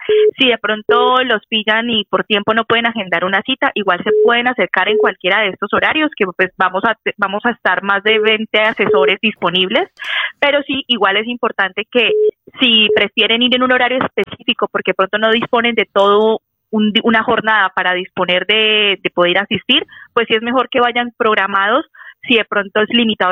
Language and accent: Spanish; Bucaramanga, Santander, Colombia; Yo soy de Bucaramanga